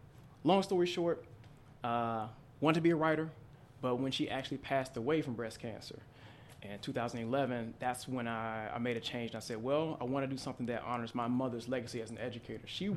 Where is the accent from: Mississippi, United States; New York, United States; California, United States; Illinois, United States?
Mississippi, United States; Jackson; Oh, yeah, we're both from Jackson, Mississippi, born